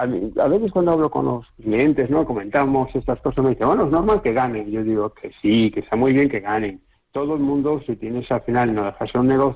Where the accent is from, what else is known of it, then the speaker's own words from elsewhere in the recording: Spain; que todos somos españoles.